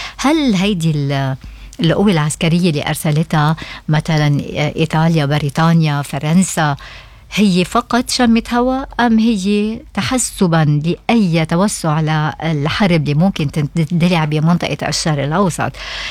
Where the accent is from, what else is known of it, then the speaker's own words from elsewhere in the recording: Lebanon; حزب الله عنا بلبنان